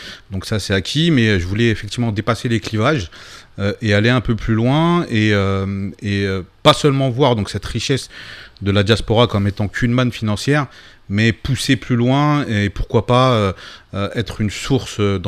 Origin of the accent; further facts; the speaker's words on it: Bobigny, Île-de-France, France; J'ai grandi sur Bobigny. Donc pour vos auditeurs, Bobigny c'est la ville-préfecture de la Seine-Saint-Denis.